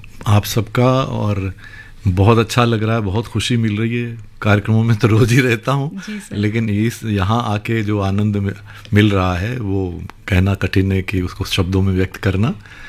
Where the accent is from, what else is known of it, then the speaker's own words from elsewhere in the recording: Kanpur, Uttar Pradesh, India; born there; जब घर में रेडियो आया, कानपुर में